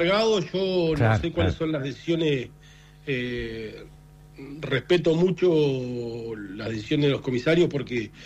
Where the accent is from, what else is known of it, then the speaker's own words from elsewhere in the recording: Trelew, Chubut, Argentina; La mayoría de los que vamos a Comodoro somos de Trelew.